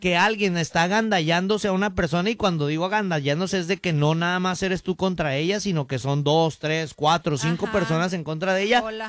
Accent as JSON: {"language": "Spanish", "country": "Mexico", "said": "Y yo soy mexicano, sí."}